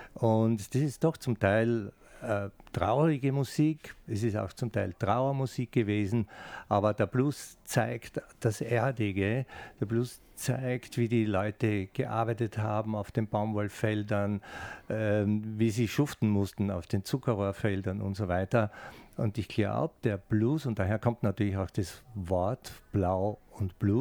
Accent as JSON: {"language": "German", "region": "Styria", "country": "Austria", "said": "Ich komme ja aus der Steiermark"}